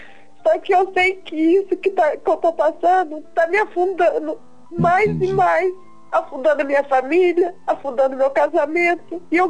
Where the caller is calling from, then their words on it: Paraná, Brazil; Eu sou do Paraná.